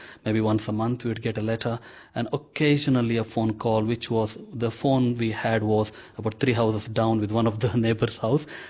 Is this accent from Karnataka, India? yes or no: yes; Karnataka, India; first language Konkani; English is a second language; the language we grew up speaking is called Konkani. So that is my mother tongue. You might have heard about Goa. So Goa is a state north of Karnataka, which is my state. So that is the state language there. So we have got a bit of influence from Goa. So that is the mother tongue I grew up talking.